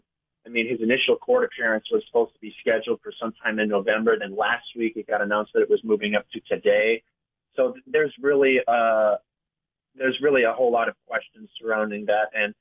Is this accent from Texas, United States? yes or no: no; Wisconsin, United States; despite growing up in Wisconsin, being a Packers fan, I got family all over Minnesota.